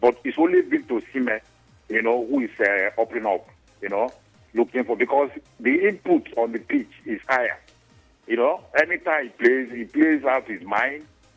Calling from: Port Harcourt, Rivers, Nigeria; I'm calling from Port Harcourt.

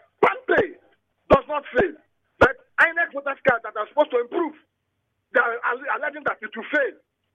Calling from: Port Harcourt, Rivers, Nigeria; I'm coming from Port Harcourt.

